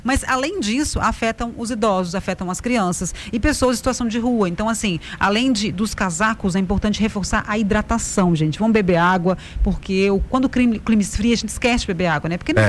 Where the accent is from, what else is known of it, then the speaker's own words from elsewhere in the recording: Patrocínio, Minas Gerais, Brazil; Com a Patrocínio, gente, minha cidade natal.